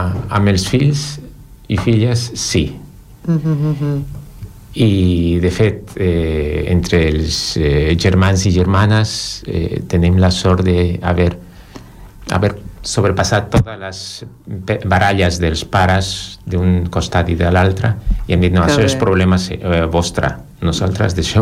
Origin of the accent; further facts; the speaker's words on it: Lima, Peru; also born or lived in Callao; Bueno, en realitat vaig néixer al Callao. Però va ser una qüestió de logística, però vaig viure tot el temps a Lima, que està pegat, és com Barcelona i Badalona.